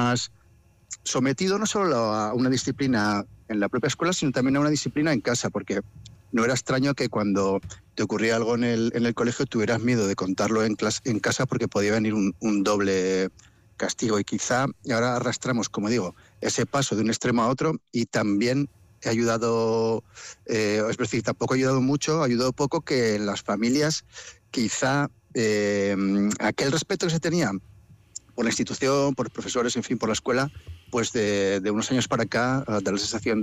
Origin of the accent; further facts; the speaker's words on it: La Rioja, Spain; Claro, y soy riojano y tengo muchos amigos que trabajan en Madrid y también en Andalucía.